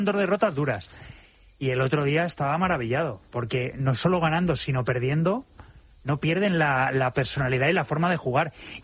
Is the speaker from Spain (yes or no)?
yes; Spain